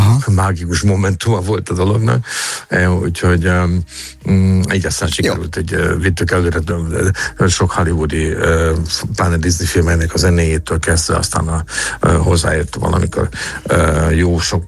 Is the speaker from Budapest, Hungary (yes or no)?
yes; Budapest, Hungary; moved away as an adult; now in Munich, Germany; én soha nem akartam a szülővárosomat elhagyni.